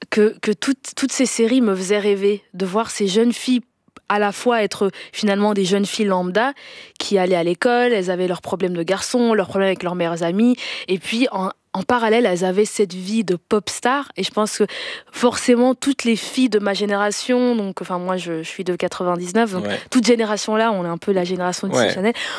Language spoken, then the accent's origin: French; Denderleeuw, Flanders, Belgium; j'ai grandi en Belgique, et puis j'ai grandi dans une petite commune qui s'appelle Denderleu.